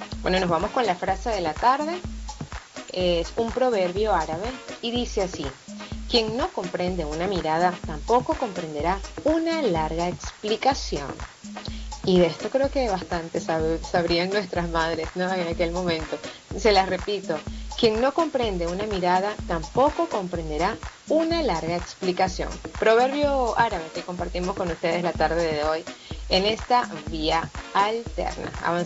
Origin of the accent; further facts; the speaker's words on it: Venezuela; como buena mamá venezolana